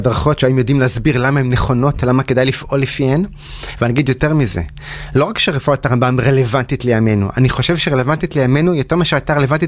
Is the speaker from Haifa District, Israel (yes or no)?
yes; Haifa, Haifa District, Israel; אז גדלתי בחיפה, למדתי בבית ספר ריאלי בחיפה